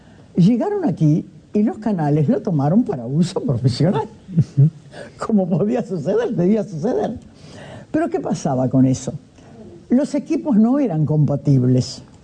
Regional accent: Uruguay; somos uruguayos y salimos de Ezeiza, somos periodistas

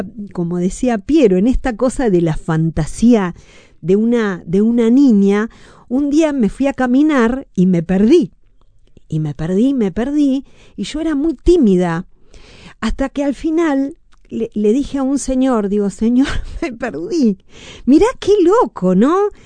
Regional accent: Buenos Aires, Argentina; born there; yo vivo en Tamborín entre Capdevila y Colodrero.

